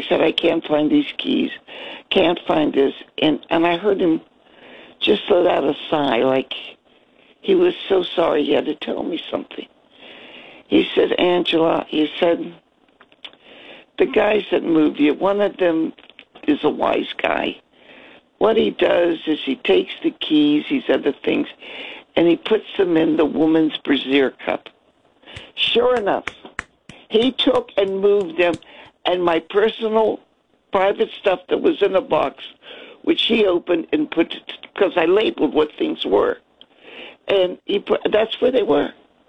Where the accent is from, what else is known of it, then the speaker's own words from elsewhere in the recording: Shadyside, Ohio, United States; now in Bergen County, United States; In a very small town, Shadyside, Ohio. We were by the Ohio River across from Wheeling, West Virginia.